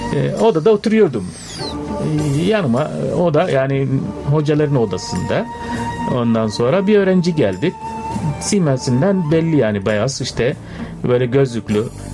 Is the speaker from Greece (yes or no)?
no; Sudan; Turkish is a second language; Efendim, siz dediğiniz gibi hocam, ben Sudanlıyım. … Bizim orada soyad kullanmıyoruz.